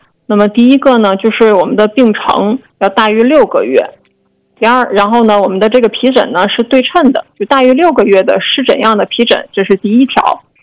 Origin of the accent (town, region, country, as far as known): China